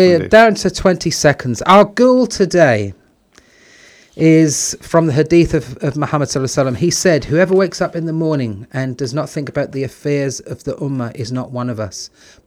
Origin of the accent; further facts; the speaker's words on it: United Kingdom; born there; Now I'm 59, Zafar. I was born and bred. I'm white British.